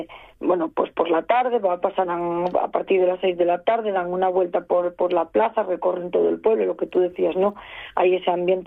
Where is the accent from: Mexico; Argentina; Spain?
Spain; Asturias; de los que somos del Occidente, que le tenemos gran cariño, sobre todo por el cariño que tenemos a Luis Feito, que formó a generaciones y a generaciones en la gaita y el tambor en el Occidente de Asturias, ¿no?